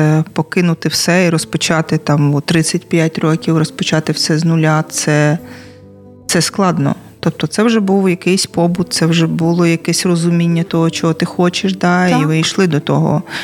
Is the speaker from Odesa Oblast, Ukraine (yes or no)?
yes; Odesa, Odesa Oblast, Ukraine; я сама народилася в Одесі